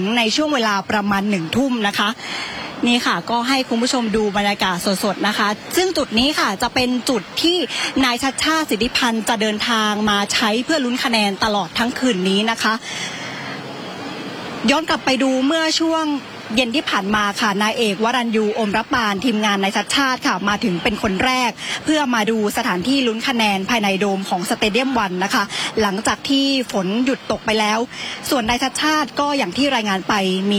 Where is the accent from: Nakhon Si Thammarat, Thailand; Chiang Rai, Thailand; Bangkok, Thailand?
Bangkok, Thailand; ในฐานะที่เป็นคนกรุงเทพอยากเห็นกรุงเทพเปลี่ยนแปลงที่สุด